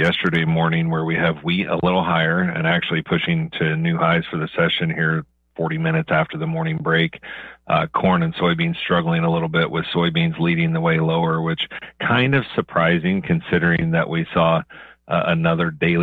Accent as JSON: {"language": "English", "region": "Kansas", "country": "United States", "tie": "born or raised there", "said": "where I grew up in Western Kansas"}